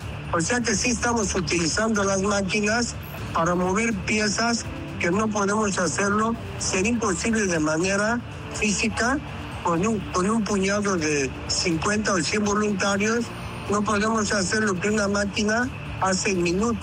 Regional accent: Mexico; born there; also born or lived in Venezuela; nosotros los Topos Aztecas somos venezolanos que nacimos en México

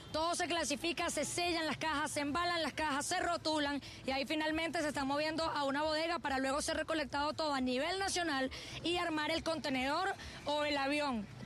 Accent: Venezuela; now in Honduras; soy venezolana y también soy hondureña

